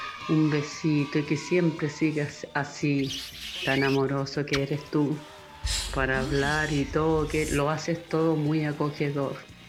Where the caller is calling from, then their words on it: Villa Alemana, Valparaíso, Chile; de Villa Alemana.